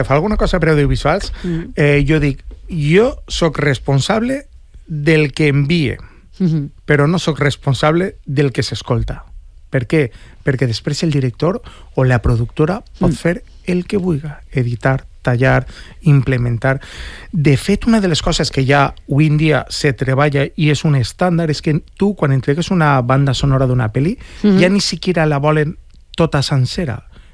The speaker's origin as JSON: {"language": "Catalan", "town": "Alzira", "region": "Valencian Community", "country": "Spain"}